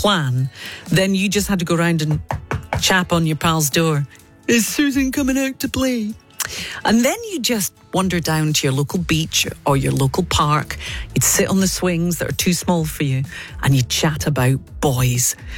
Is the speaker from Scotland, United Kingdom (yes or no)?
yes; Aberdeen, Scotland, United Kingdom; I was brought up in Aberdeen in the northeast of Scotland